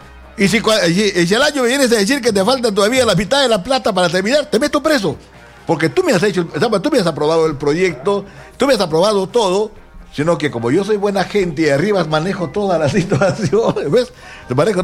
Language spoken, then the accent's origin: Spanish; Peru; en el Perú vivimos